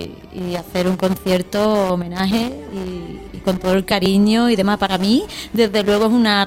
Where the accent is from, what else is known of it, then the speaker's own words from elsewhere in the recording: Utrera, Andalusia, Spain; moved away; Estaba deseando pasar por mi pueblo